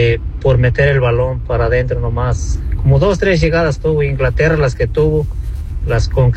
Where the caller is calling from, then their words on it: Mexico; Soy mexicano yo